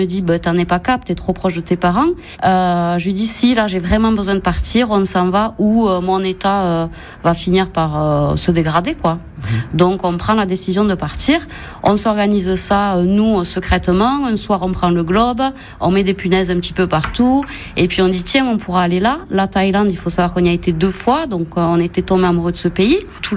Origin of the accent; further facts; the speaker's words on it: L'Isle-Jourdain, France; Donc je suis native de l'Île-Jourdain.